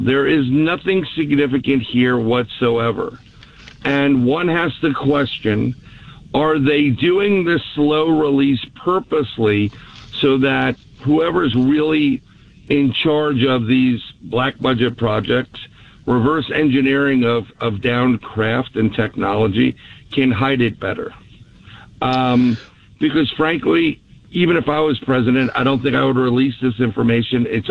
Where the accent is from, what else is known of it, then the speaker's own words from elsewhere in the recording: Bronx, New York, United States; I was born and raised in the Bronx.